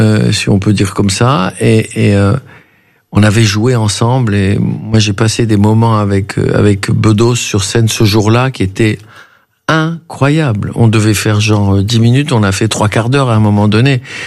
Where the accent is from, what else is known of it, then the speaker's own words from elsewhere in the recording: Tunisia; born there; moved away; quand on a quitté la Tunisie.